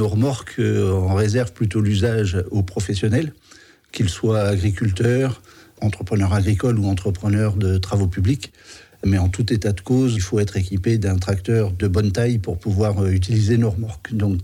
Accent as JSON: {"language": "French", "town": "Orléans", "region": "Centre-Val de Loire", "country": "France", "tie": "born there", "moved": "yes", "lives_now": "Mayenne, France", "said": "Je suis né à Orléans il y a plus de 50 ans de cela."}